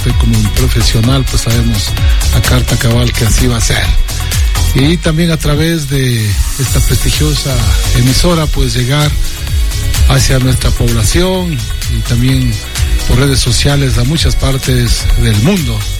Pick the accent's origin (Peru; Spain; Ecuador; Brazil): Ecuador